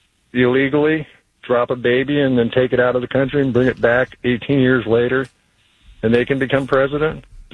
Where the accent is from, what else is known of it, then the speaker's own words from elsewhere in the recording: Mankato, Minnesota, United States; also born or lived in Landstuhl, Germany; I'm from Mankato.